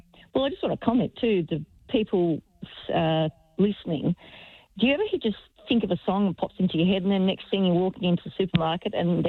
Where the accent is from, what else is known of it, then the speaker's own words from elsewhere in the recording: Sydney, New South Wales, Australia; born there; also born or lived in Port Macquarie, New South Wales / Brisbane, Queensland; I grew up in Sydney as a kid, was a teenager in Port Macquarie, went to Teachers College in Brisbane